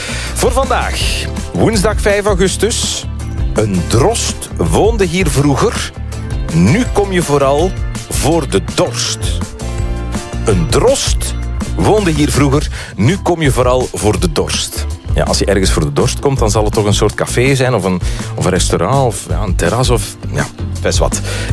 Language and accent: Dutch; Limburg, Belgium; born there; Het was namelijk de zwevende kapel in Helshoven. Dat is mijn geboortestreek in de Haspengouw. Niet zo gek ver van Sint-Truiden.